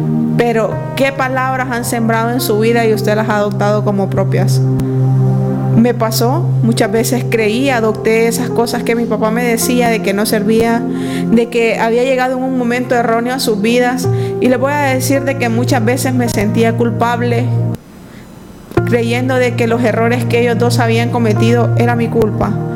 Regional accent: Villanueva, Cortés, Honduras; tengo 25 años, vengo de Villanueva Cortés.

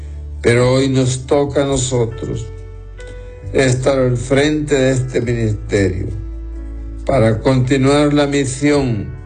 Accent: Honduras; hoy somos los hondureños los responsables

